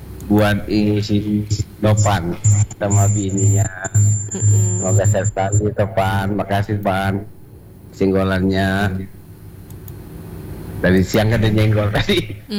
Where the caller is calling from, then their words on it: Sukarame, Lampung, Indonesia; Ya biasa, pendatang baru … Sukarame mbak.